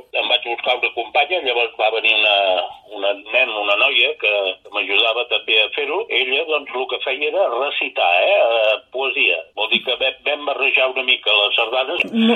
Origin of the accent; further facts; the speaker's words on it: Montmeló, Catalonia, Spain; born there; Sí, jo vaig néixer a Montmeló. Vaig néixer doncs, el 7 de març del 1949.